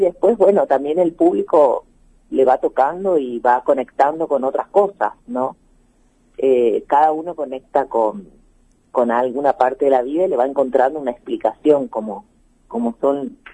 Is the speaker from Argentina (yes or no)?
yes; Argentina